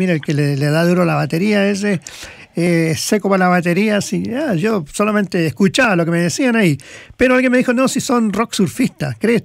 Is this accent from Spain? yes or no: no; Chile; Y me decía, mira, ¿tú de dónde sos? Ah, soy chileno.